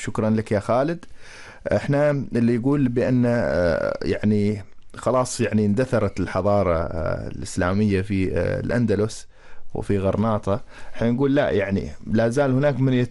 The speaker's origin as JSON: {"language": "Arabic", "country": "Oman", "said": "عندنا في سلطنة عمان"}